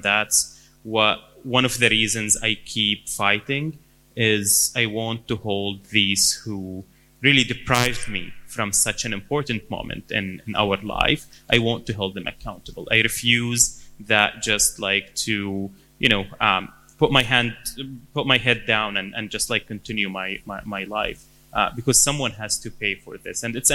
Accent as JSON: {"language": "English", "country": "Syria", "tie": "born or raised there", "accent": "Syrian", "said": "So even I was born and raised in Syria, I never thought of myself as Syrian, although, my accent is pretty much Syrian. Most of my friends are Syrian."}